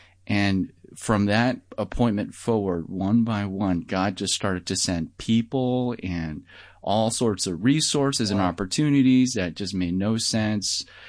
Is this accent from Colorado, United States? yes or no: yes; Denver, Colorado, United States; born or raised there